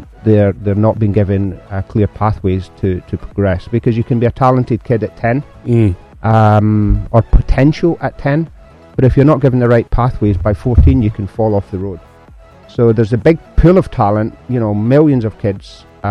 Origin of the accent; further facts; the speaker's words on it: Glasgow, Scotland, United Kingdom; accent: Scottish; moved away as an adult; also born or lived in Jersey; Yeah, I am Scottish, born in Glasgow. But I moved country when I was 19, 20 to seek better opportunities, and spent most of my adult life on a small island of Jersey, not New Jersey in the US, but small Jersey